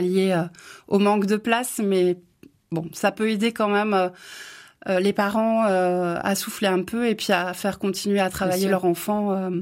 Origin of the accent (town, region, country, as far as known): Brest, Brittany, France; moved away as an adult; now in Charente, France